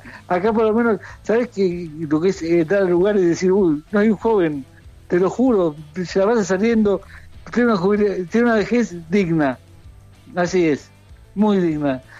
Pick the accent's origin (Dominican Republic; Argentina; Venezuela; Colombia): Argentina; now in Europe; Después de un año acá, digo, no, extraño mucho Argentina. Los argentinos somos muy argentinos